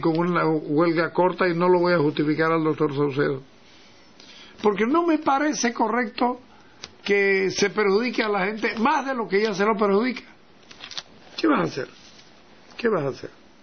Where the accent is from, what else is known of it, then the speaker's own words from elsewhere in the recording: Bolivia; sí somos los bolivianos